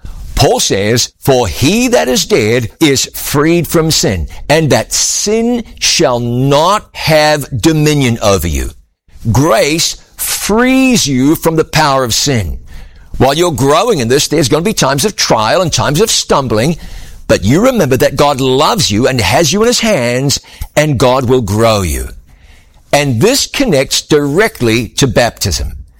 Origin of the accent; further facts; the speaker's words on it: Waikato, New Zealand; born there; moved away; just 35 miles in a straight line from where I was born.